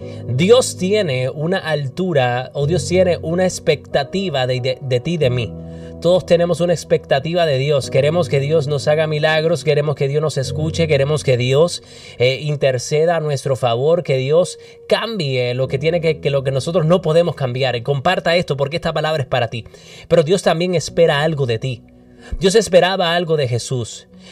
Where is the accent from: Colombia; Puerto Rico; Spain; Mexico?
Puerto Rico; now in Minnesota, United States; somos orgullosamente puertorriqueños, pero vivimos en el estado de Minnesota.